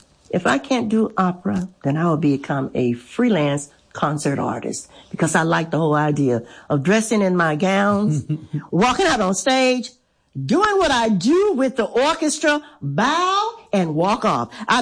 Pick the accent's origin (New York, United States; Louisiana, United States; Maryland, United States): Louisiana, United States; I was here, I was raised in Louisiana, but all of my accolades, everything, all of my, you know, the things that really mattered actually was in Texas.